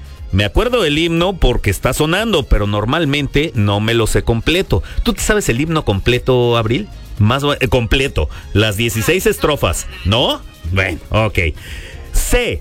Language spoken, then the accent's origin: Spanish; Mexico; no, gracias, soy mexicano, pero tampoco hay que demostrarlo con sufrimiento.